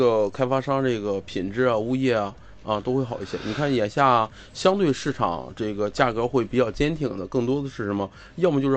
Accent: Hebei, China; moved away as an adult; now in Haikou, China; 我是一个外地人，我是河北的，我21年来到海口

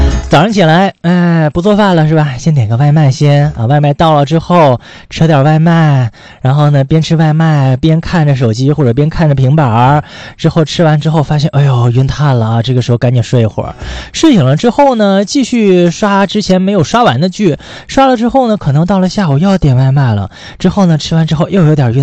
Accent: northern China, China; 作为北方人来说，好像学习粤语有一点点的难

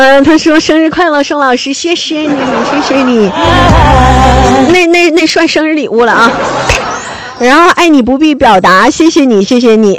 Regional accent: Northeast China, China; 咱们东北人不能这样啊！东北人喜欢就得得到，知道吗？

